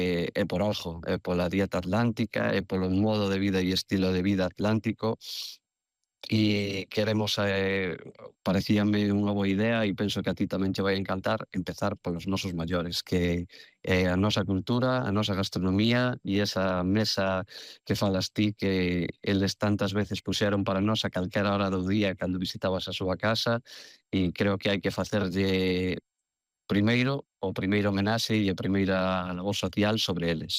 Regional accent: Galicia, Spain; aí é onde entramos nós como galegos, somos un referente dentro do plano mundial

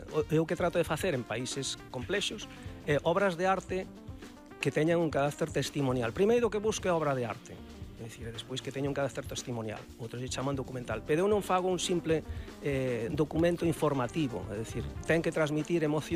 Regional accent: Galicia, Spain; Eu considérome, eu vou decir como galego, que o galego somos moi prudentes e moi tal

